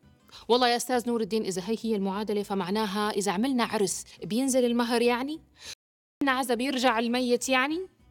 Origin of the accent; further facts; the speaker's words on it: Syria; مشان هيك بنتمنى كسوريين يجتمع بقى مجلس الشعب